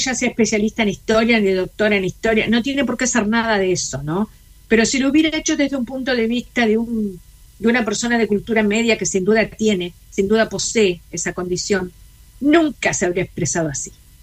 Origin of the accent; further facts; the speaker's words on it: Uruguay; Uruguay es un país del que vengo yo. Yo soy uruguaya.